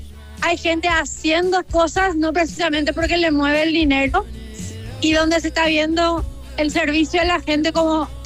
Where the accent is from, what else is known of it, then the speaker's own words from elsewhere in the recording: Cordillera, Paraguay; vengo del departamento de Cordillera, soy voluntaria de la Secretaría Nacional de la Juventud